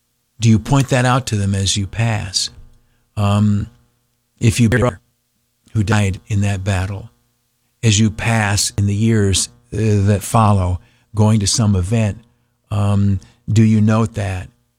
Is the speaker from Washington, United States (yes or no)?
no; New York, United States; now in Syracuse, United States; Syracuse, I grew up in the Southern Tier. I've had privilege of working here now for 15 years, and I count myself blessed in that. But I'm not a son of your soil. I'm a newcomer, a visitor, if you will.